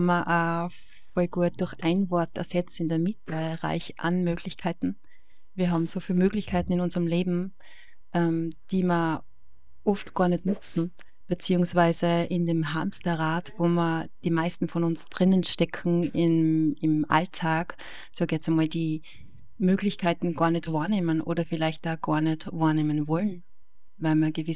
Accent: Styria, Austria; now in Bad Ischl, Austria; Ich komme ja ursprünglich aus der Oststeiermark und bin nicht eine Ischlerin.

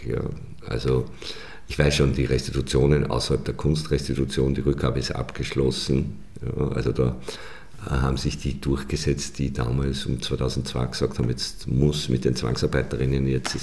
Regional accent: Upper Austria, Austria; wir sind in Oberösterreich aufgewachsen, wir wissen, wie es da immer zugeht

